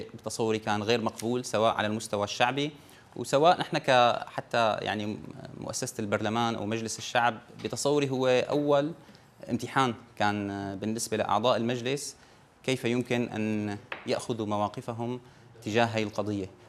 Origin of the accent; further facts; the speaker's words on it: Syria; العزاء لنا كسوريين جميعا